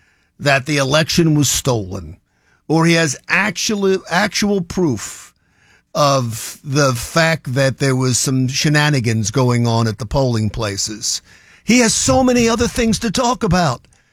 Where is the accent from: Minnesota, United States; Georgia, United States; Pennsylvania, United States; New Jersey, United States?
Pennsylvania, United States; Philadelphia; But listen, I grew up in Philadelphia. They cheat on elections all the time.